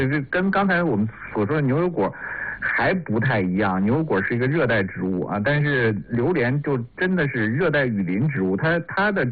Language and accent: Chinese; China; 特别适合我们中国人那口味的